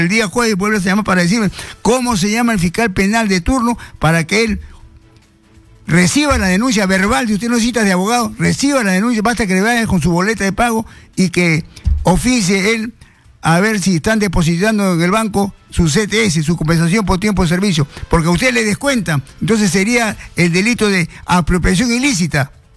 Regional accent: Chincha, Ica, Peru; Yo fui diputado en el 90 en Bolica, Chincha, mi tierra

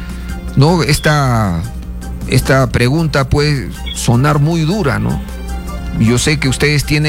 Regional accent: Peru; todos los peruanos estamos con ustedes

